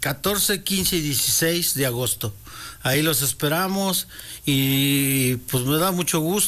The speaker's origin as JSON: {"language": "Spanish", "area": "San Rafael Tlanalapan", "region": "Puebla", "country": "Mexico", "tie": "born or raised there", "said": "yo soy originario de San Rafael Tlalapa. Es ahí la cuna del chile poblano."}